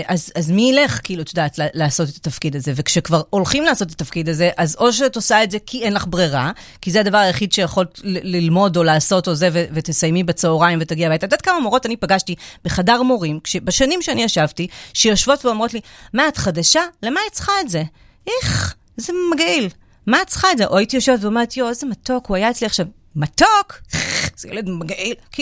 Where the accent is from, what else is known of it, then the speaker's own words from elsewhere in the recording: Netanya, Central District, Israel; now in Pardes Hanna, Israel; אז אני גדלתי בנתניה